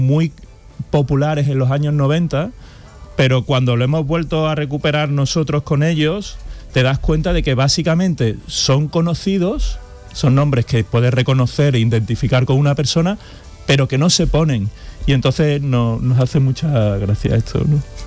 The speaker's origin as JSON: {"language": "Spanish", "region": "Andalusia", "country": "Spain", "moved": "as an adult", "said": "yo como andaluz, y tenemos la lengua vaga. Entonces, los idiomas extranjeros nos cuesta mucho pronunciarlos"}